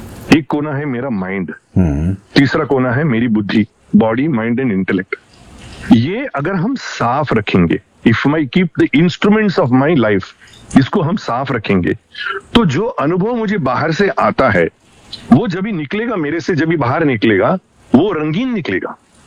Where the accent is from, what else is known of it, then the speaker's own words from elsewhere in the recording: South India, India; अभी हमारे गांव में, मैं साउथ से हूं, हमारे गांव में